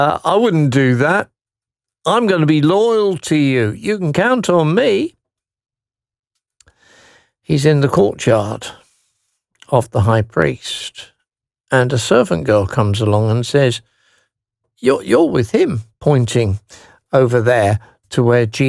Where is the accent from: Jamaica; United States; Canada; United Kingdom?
United Kingdom; England; I'm an Englishman